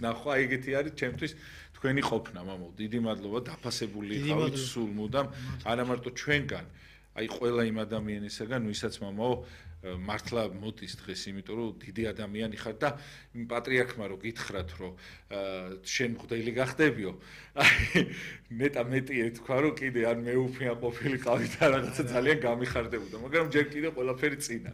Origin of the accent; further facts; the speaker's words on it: Tbilisi, Georgia; მე ვერაზე გავიზარდე